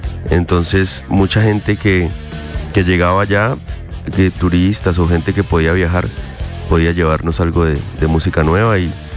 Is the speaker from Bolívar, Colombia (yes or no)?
no; Leticia, Amazonas, Colombia; born there; yo nací en Leticia, mi madre es brasilera, de un lugar llamado Yutaí, que queda a 2 días en barco desde Leticia, por la Amazonía brasilera. Mi padre es de Leticia.